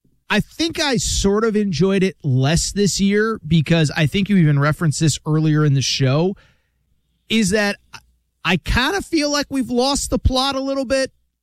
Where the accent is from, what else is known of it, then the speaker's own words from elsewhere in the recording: Connecticut, United States; So you know what's crazy about that? And I'll be quick because I know we got real sports stuff to talk. When I was growing up, New Have